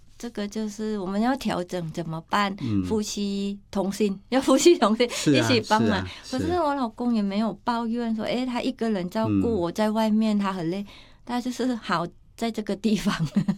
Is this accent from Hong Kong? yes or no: no; Thailand; now in Taiwan; 我是来自泰国，可是我嫁给台湾人了，我也是台湾人。